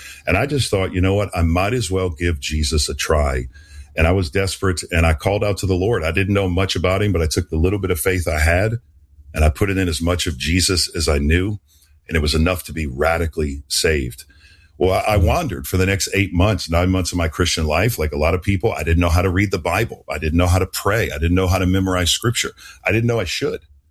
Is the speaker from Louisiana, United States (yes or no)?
yes; New Orleans, Louisiana, United States; born or raised there